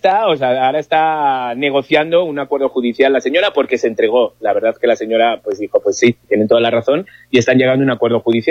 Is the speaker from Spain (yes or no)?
no; Catemaco, Veracruz, Mexico; Pues voy porque soy de rey del Pride, de Catemaco.